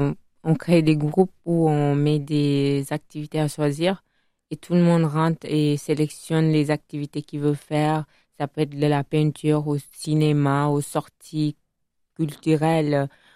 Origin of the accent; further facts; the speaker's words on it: Italy; French is a second language; moved away as an adult; now in Bordeaux, France; Moi, ça fait depuis 2017 sur Bordeaux. De base, je viens d'Italie.